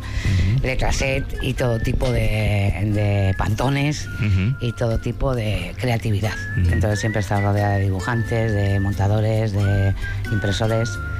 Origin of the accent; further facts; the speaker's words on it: Bilbao, Basque Country, Spain; he nacido en Bilbao.